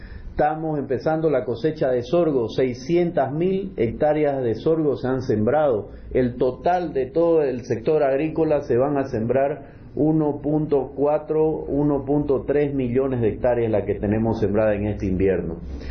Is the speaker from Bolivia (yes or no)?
yes; Bolivia; nos hace falta como bolivianos.